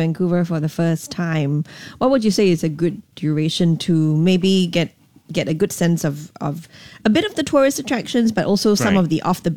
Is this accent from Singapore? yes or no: yes; Singapore; as a Singaporean, it was like my first time living with snow.